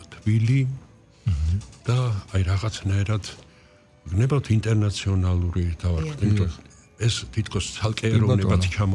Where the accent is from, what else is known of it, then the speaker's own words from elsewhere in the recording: Tbilisi, Georgia; born there; მე ჭავჭავაძის ქუჩაზე დავიბადე ოპერის მაღლა 5 ნომერში